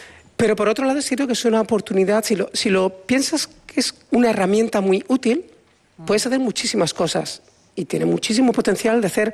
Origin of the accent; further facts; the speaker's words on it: Spain; moved away as an adult; now in United States; yo soy español